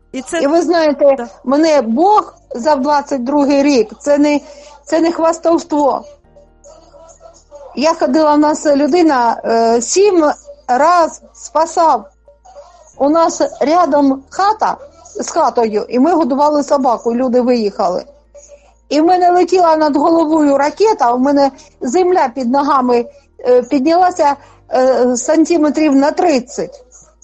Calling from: Kharkiv Oblast, Ukraine; Із Харківщини.

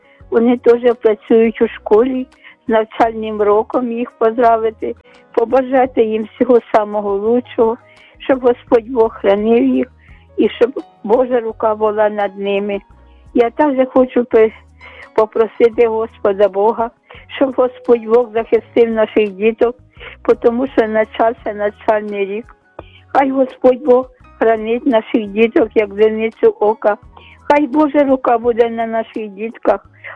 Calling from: Kyiv, Ukraine; Я з Оболоні, з Києва.

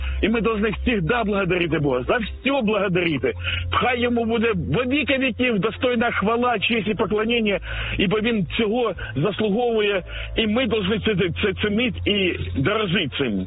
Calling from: Kharkiv, Kharkiv Oblast, Ukraine; я із Харкова вас безпокою.

